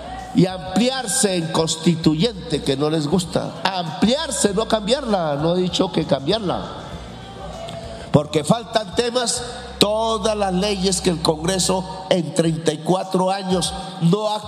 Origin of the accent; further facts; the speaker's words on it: Caribbean Region, Colombia; El Caribe, mi tierra